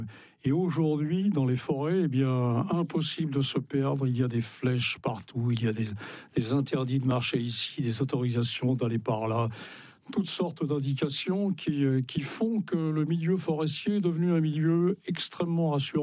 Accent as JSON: {"language": "French", "region": "Brittany", "country": "France", "said": "Mais pas simplement parce que je suis breton"}